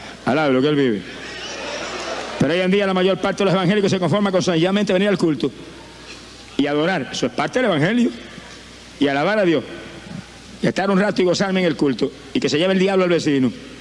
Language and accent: Spanish; Camuy, Puerto Rico; Yo viví 35 años perdido en mi pueblo de Camuy.